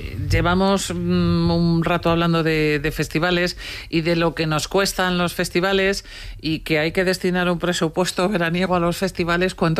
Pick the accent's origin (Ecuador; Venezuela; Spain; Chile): Spain; Narón, Galicia; moved away; si son los escenarios de mi infancia